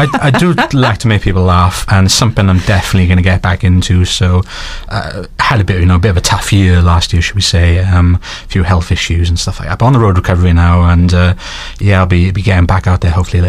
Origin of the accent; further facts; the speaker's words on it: Swansea, Wales, United Kingdom; I am from Swansea